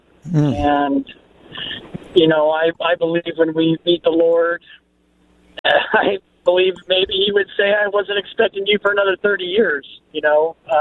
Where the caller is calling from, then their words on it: Oskaloosa, Iowa, United States; Yeah, I'm calling from Iowa, actually. I'm Oskaloosa, Iowa.